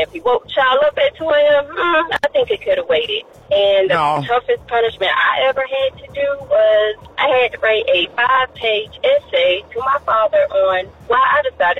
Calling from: Florida, United States; I'm calling from Florida.

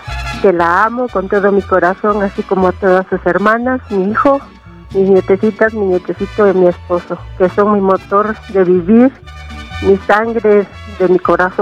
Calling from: Chimalhuacán, State of Mexico, Mexico; De Chimalhuacán

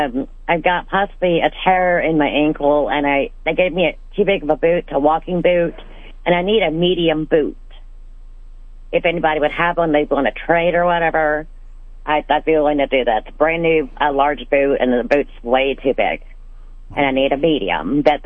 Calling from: Missouri, United States; I'm calling from Eberly, Missouri.

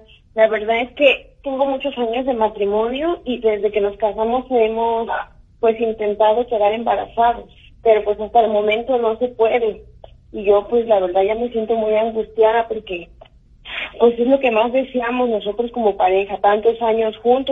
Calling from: Fort Worth, Texas, United States; Hablo de Fort Worth.

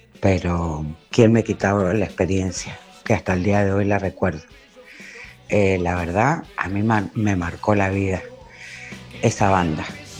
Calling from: Maipú, Mendoza, Argentina; Soy … de Maipú.

